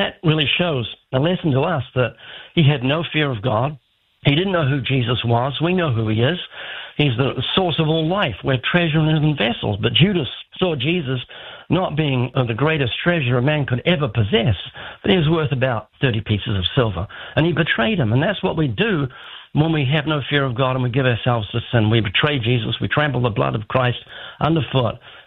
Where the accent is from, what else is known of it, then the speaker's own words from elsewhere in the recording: New Zealand; born there; I was born in New Zealand.